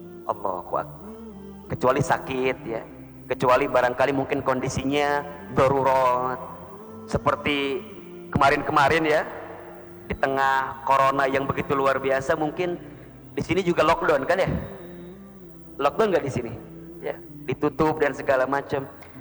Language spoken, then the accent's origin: Indonesian; Garut, West Java, Indonesia; moved away; Saya waktu di Garut itu, saya aslinya orang Garut